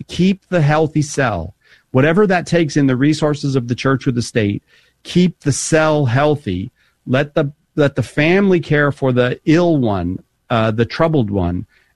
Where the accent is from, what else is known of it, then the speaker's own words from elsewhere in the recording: Boston, Massachusetts, United States; You know, as an Irish Catholic, Boston Irish Catholic family, we showed emotion as well.